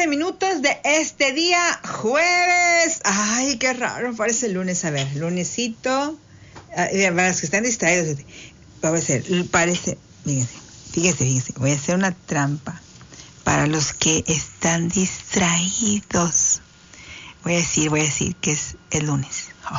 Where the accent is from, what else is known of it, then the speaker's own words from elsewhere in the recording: Mexico; born there; Es una chulada ser mexicano. Gracias, Señor Dios. Bendito seas porque nacimos en México. ¡Viva México!